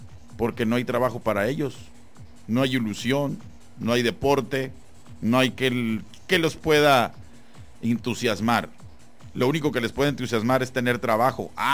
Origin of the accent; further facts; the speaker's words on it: Mexico; nos hace falta también a nosotros como mexicanos conocer un poquito más.